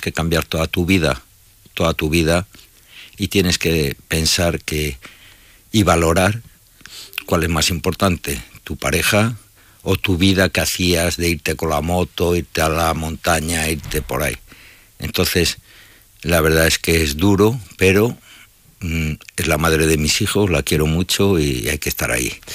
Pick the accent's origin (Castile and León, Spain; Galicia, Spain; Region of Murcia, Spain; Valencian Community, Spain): Castile and León, Spain; Palencia; somos gente de Palencia, hemos trabajado en Palencia, hemos cotizado en Palencia, nuestros hijos viven en Palencia.